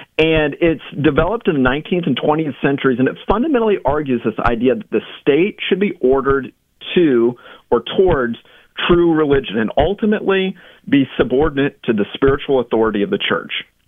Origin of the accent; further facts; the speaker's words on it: United States; I'm an American.